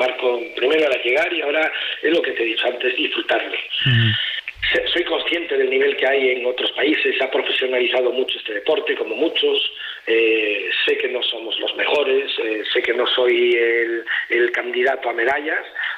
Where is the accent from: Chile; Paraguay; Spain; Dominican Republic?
Spain; como español, como yo